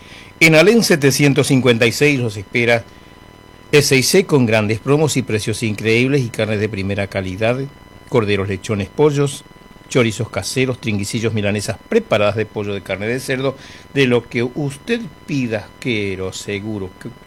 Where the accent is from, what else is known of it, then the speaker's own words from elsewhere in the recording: Presidencia de la Plaza, Chaco, Argentina; los amigos de mi pueblo, Presidencia de la Plaza